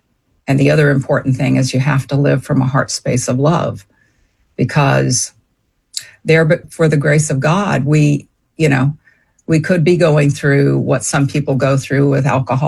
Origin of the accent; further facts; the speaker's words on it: Savannah, Georgia, United States; So I grew up in Savannah, Georgia. I was born and reared there.